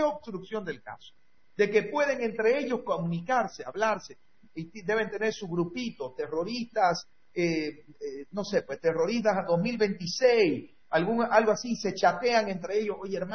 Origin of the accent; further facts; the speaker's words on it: Bolivia; la cuenta que están queriendo que paguemos los bolivianos